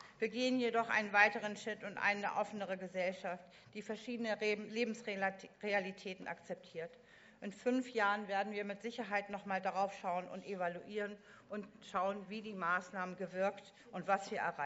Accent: Lübeck, Schleswig-Holstein, Germany; So, nebenbei in meiner Heimatstadt Lübeck wurde in diesem Jahr eine Rekordzahl von über 10.000 Teilnehmern gemeldet.

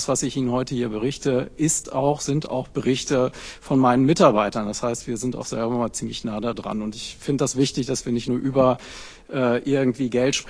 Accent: Flensburg, Schleswig-Holstein, Germany; Und da reden wir nicht, und gerade ich komme aus Flensburg, nicht von großen Unternehmen.

